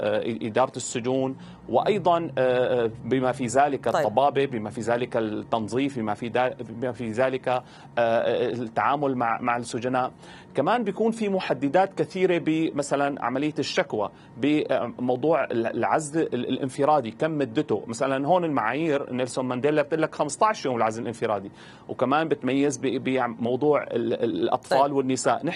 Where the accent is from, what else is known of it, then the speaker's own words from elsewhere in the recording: Syria; هلأ نحن عندنا بسوريا بإشراف وزارة الداخلية